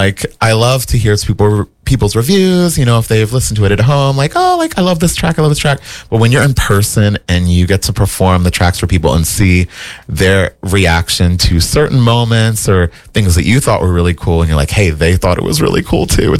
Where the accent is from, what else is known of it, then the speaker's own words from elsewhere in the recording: East Coast, United States; now in Minneapolis, United States; I'm from the East Coast